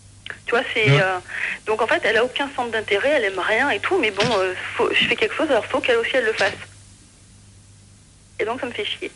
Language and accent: French; Montpellier, Occitanie, France; Je suis de Montpellier, mais j'habite pas Montpellier, en général, donc...